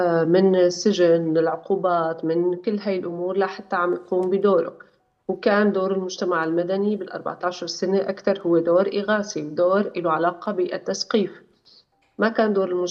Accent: Syrian coast, Syria; أنا بنت الساحل وبعرف هذا الشيء،

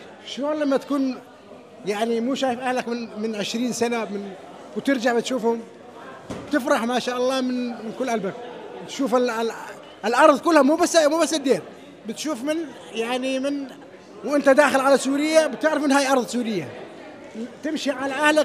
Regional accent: Kuwait; انا من الكويت.

